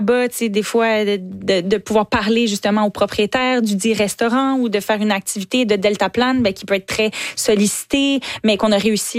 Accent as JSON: {"language": "French", "region": "Quebec", "country": "Canada", "said": "Tu sais, je suis québécoise, j'ai grandi en écoutant les Canadiens de Montréal à la télé petite avec mon papa."}